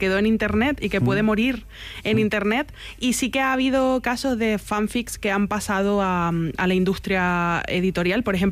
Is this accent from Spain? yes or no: yes; Granadilla de Abona, Canary Islands, Spain; me lo llevo yo a Granadilla de Abona, a mi pueblo